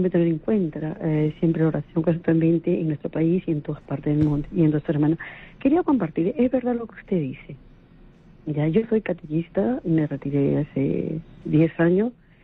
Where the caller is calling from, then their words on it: Ica, Peru; hablo de Ica.